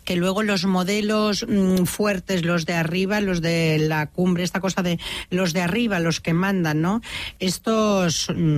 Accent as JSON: {"language": "Catalan", "town": "Gavà", "region": "Catalonia", "country": "Spain", "second_language": "Catalan", "said": "Sí, sóc de Gavà, però si t'has fixat, em dona com respecte no parlar-ho bé de totes"}